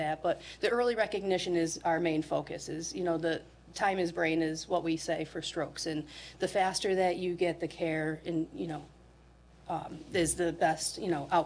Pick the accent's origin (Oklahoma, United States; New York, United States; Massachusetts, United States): Massachusetts, United States; I came from the Berkshires initially. And then in 2015, I started at Noble.